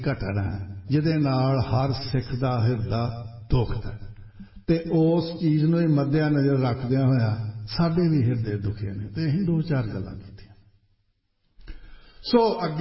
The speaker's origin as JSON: {"language": "Punjabi", "town": "Batala", "region": "Punjab", "country": "India", "said": "ਫੇਰ ਤੇ ਤੁਸੀਂ ਸਾਡੇ ਇਲਾਕੇ ਦੇ ਹੀ ਹੋਗੇ ਬਟਾਲਾ ਗੁਰਦਾਸਪੁਰ"}